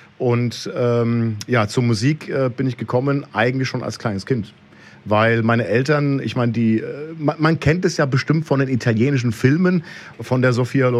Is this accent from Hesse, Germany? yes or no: yes; Raunheim, Hesse, Germany; also born or lived in Flörsheim; geboren bin ich in Flörsheim, aufgewachsen in Raunheim, bin auch dort jetzt geblieben mit meiner Familie.